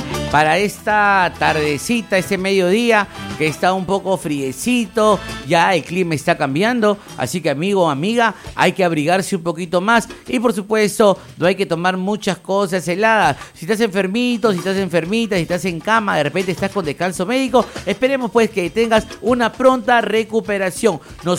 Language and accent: Spanish; Peru; antes de ser de algún equipo de fútbol, somos peruanos